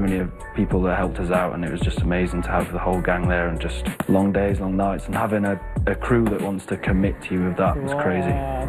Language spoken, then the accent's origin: English; Wales, United Kingdom; 24 years old. I'm from Wales in the UK